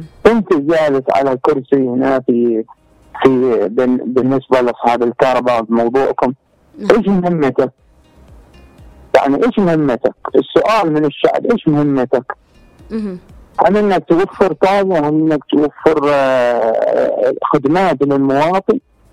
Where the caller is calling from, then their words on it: Hadramaut, Yemen; من حضرموت.